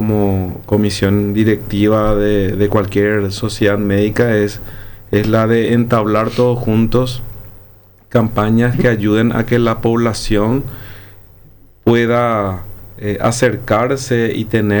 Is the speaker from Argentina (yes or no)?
no; Paraguay